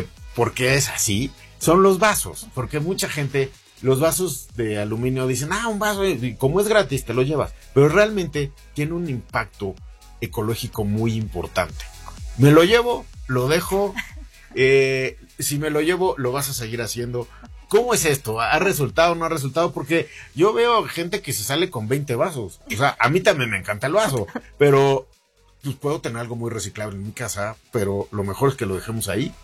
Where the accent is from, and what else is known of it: Mexico